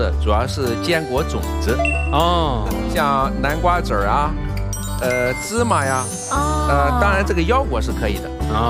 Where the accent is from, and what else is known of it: China